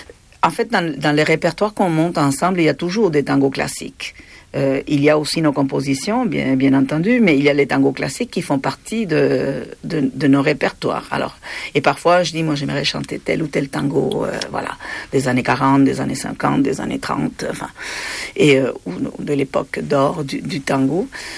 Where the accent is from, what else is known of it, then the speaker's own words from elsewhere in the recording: Argentina; first language Spanish; French is a second language; moved away as an adult; now in Quebec, Canada; Il se passe des choses atroces dans mon pays d'origine que je n'ai jamais renié par ailleurs. Même si j'adore le Québec et que j'ai fondé une famille au Québec, j'ai jamais renié de mes origines.